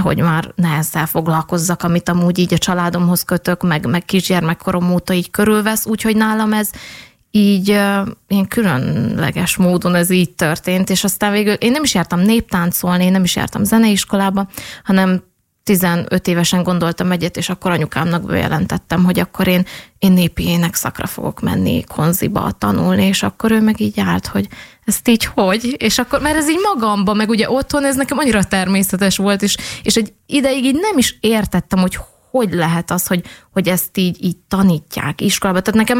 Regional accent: Transylvania, Romania; also born or lived in Hungary; Én erdélyi vagyok, és igazából én így beleszülettem ebbe a népzenei világba, vagy hogy én így először így otthoni környezetbe kezdtem el így népdalokat tanulni, és Magyarországra jártam általános iskolába

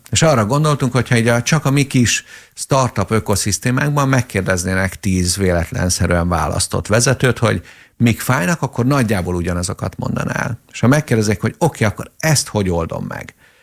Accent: Hungary; magyarok vagyunk

